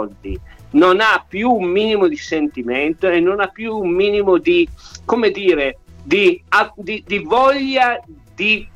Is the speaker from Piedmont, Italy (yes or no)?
yes; Turin, Piedmont, Italy; Io torinese come sono